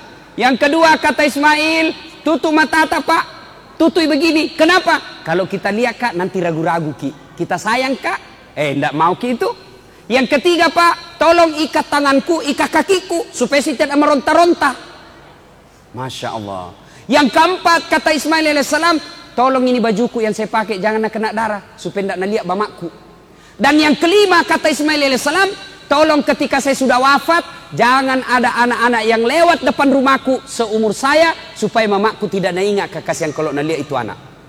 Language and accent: Indonesian; South Sulawesi, Indonesia; Kalau kita orang Bugis, cok, sini kau dulu nak.